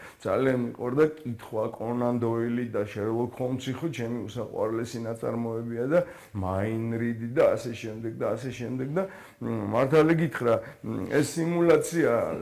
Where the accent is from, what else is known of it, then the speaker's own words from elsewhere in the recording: Tbilisi, Georgia; მე დავიბადე ქალაქ თბილისში 1971 წელს 23 ივლისს